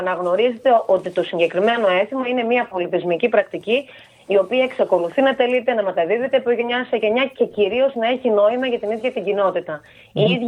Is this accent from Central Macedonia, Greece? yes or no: no; Nea Vyssa, Eastern Macedonia and Thrace, Greece; στη Νέα Δύση, που είναι η πατρίδα μου και ήταν και ένα πολύ μεγάλο χωριό.